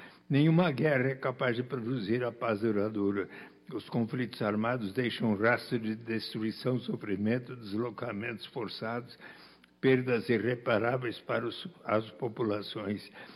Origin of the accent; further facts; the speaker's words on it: Brazil; E como brasileiros e brasileiros apaixonados pelo futebol